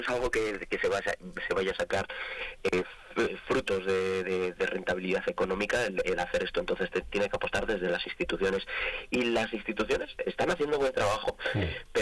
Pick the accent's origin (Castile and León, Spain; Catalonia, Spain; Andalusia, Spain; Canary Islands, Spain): Castile and León, Spain; Saldaña; Aunque, si hay que hablar de la romana de la Olmeda, mi tierra Saldaña también.